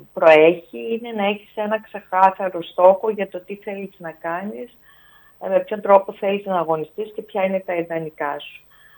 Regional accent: Serres, Central Macedonia, Greece; Γεια σας στην πατρίδα μου.

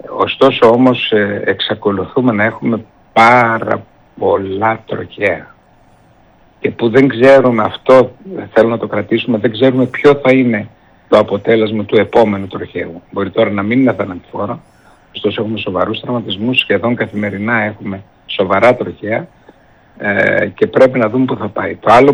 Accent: Keramoti, Greece; moved away as an adult; now in Heraklion, Greece; Και χρόνια πολλά στο χωριό μου, στην Κεραμωτή, που σήμερα είναι τα Αγιομήρωνα.

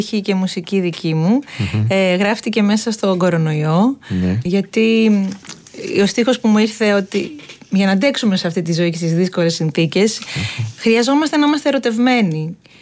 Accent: Samos, North Aegean, Greece; παρόλο που κατάγομαι από τη Σάμο

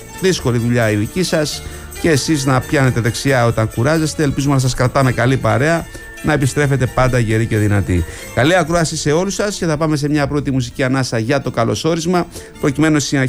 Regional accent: Greece; ως Έλληνες

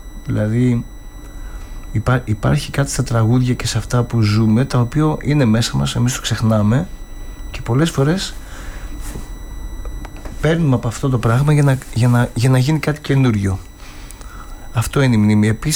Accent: Amygdalia, Central Greece, Greece; Αμυγδαλιά Φωκίδος.

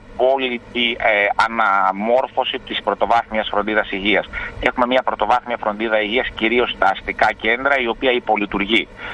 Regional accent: Thessaloniki, Central Macedonia, Greece; Εγώ, όπως ίσως γνωρίζετε, είμαι Θεσσαλονικιός, έζησα όλη τη ζωή μου στην Θεσσαλονίκη και μάλιστα σε διάφορες περιοχές της Θεσσαλονίκης και ανατολικά και δυτικά.

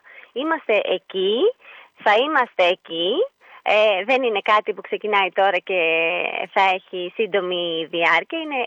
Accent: Ioannina, Epirus, Greece; εγώ δεν είμαι από την περιοχή, είμαι από Ιωάννινα.

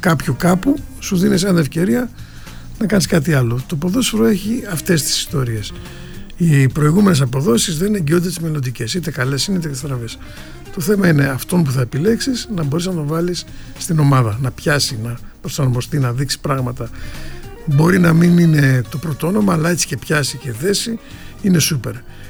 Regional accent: Spathari, Central Greece, Greece; Είναι βέβαια το χωριό μου αυτό. Το σπαθάρι είναι στην Εύβοια, Διάρα.

